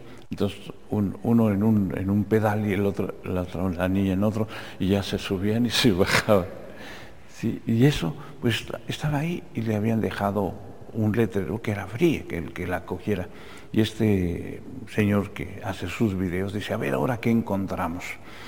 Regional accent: Mexico City, Mexico; Y yo vengo de Chilangolópolis

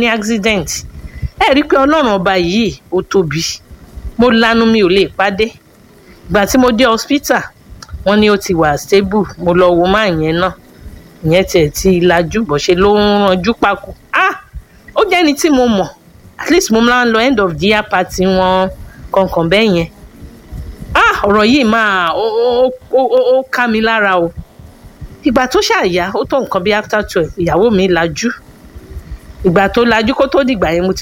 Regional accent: Ekiti, Nigeria; bẹ́ẹ̀ ni alágídí ni mí ọmọ Èkìtì ni mí

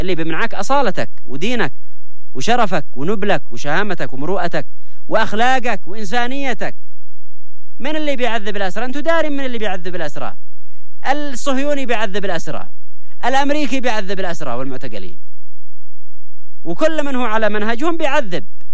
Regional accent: Yemen; احنا كيمنيين نتآخى نتسامح نتصالح،

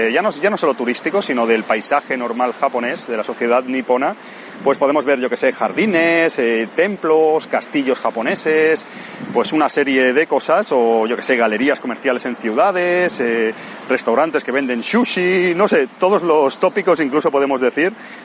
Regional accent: Barcelona, Catalonia, Spain; de Barcelona, de mi localidad natal y demás. Y estoy en Japón

